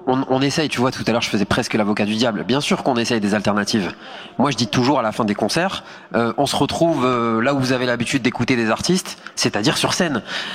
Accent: France; moi aussi j'ai grandi avec presque dans la Vendée, dans le nord de la France.

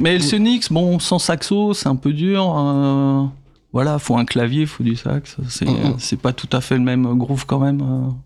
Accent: Vitry-sur-Seine, Île-de-France, France; Moi, je viens de Vitry

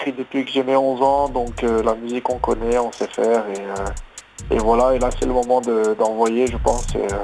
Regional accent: Nice, Provence-Alpes-Côte d'Azur, France; je viens du sud, de Nice exactement.

